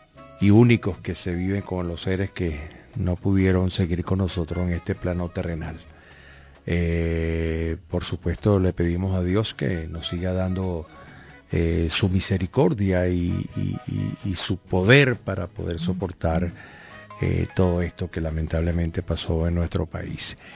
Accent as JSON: {"language": "Spanish", "region": "Zulia", "country": "Venezuela"}